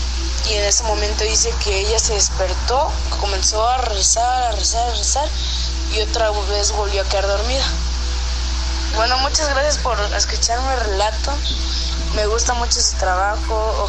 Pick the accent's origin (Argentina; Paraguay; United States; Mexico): Mexico; Coatzacoalcos, Veracruz; Soy de Coatzacoalcos, Veracruz.